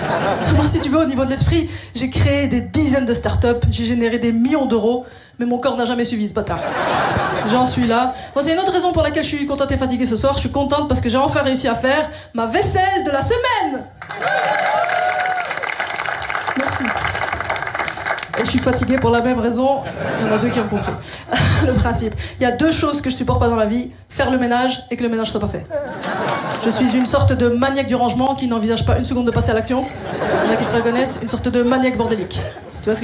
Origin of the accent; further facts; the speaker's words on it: Molenbeek, Brussels-Capital Region, Belgium; je viens de Molenbeek, avant ça j'habitais à Bruxelles.